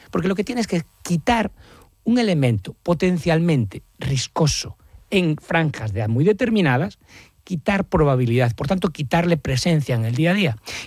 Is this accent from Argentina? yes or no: no; Galicia, Spain